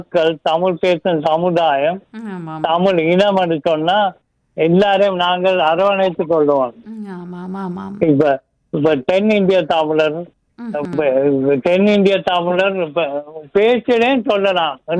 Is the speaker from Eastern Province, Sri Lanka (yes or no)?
no; Inuvil, Northern Province, Sri Lanka; now in Canada; நாங்கள் இந்த யாழ்ப்பாண டவுனுக்கிட்ட, நீங்க டவுனுக்குள்ள நாங்கள் இன்னுவில்.